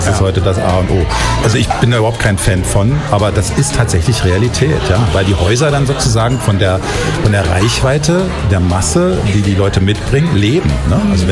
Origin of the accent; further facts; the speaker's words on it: Frankfurt, Brandenburg, Germany; Und wir sagen dann Frankfurt oder.